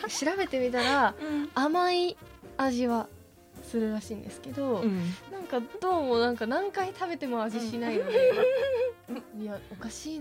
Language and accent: Japanese; Akita, Japan; moved away as an adult; now in Miyagi, Japan; 出身は私秋田県です。